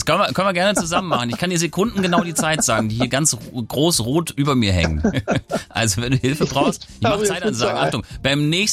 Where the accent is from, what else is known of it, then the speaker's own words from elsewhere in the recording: Hesse, Germany; Nein, ich habe ja gerade gesagt, ich komme aus Hessen.